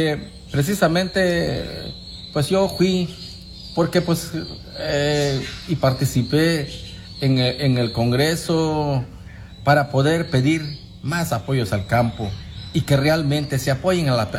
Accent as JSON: {"language": "Spanish", "town": "Pomuch", "region": "Campeche", "country": "Mexico", "said": "Como por ejemplo en mi caso, yo soy ejidatario de Pomuch, tengo derechos agrarios"}